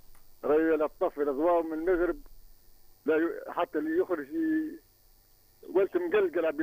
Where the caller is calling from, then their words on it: Sidi Aich, Gafsa Governorate, Tunisia; من سيدي عيش أخت …